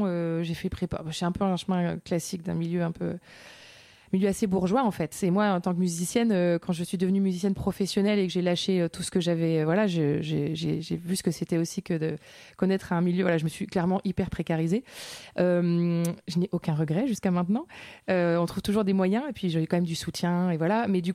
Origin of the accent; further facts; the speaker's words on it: Lorient, Brittany, France; moi je viens de Bretagne, j'ai grandi à Lorient et donc je me sens profondément porteña, comme on dit en espagnol, c'est-à-dire habitante d'un port.